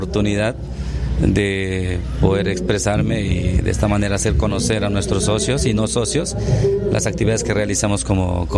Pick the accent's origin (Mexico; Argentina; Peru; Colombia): Peru; Lamas, San Martín; Yo lo conozco desde niño porque yo soy natural de Lamas, pero ya vivo fuera de la ciudad por muchos años